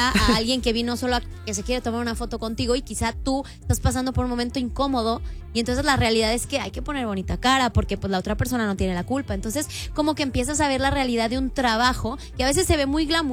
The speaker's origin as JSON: {"language": "Spanish", "town": "Guadalajara", "region": "Jalisco", "country": "Mexico", "said": "Entonces, literalmente, yo soy de Guadalajara. Entonces, me fui como a estudiar, me fui a viajar"}